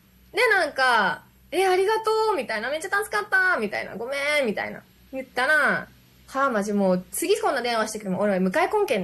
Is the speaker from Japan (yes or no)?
yes; Kyushu, Japan; born or raised there